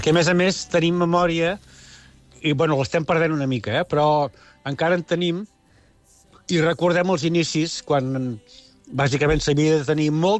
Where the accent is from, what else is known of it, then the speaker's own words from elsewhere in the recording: Constantí, Catalonia, Spain; ja ho sap la gent que som de Constantí.